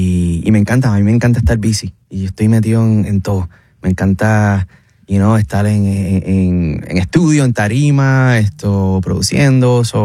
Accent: Puerto Rico; Soy puertorriqueño, soy amante de la salsa, de la clave, del jazz.

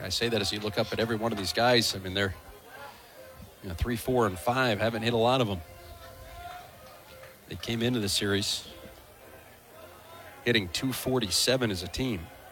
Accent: Texas, United States; moved away; I'm a Texan, right?

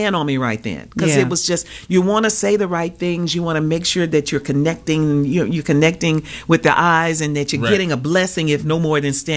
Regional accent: Chicago, Illinois, United States; I'm from Chicago and all of Chicago loves you.

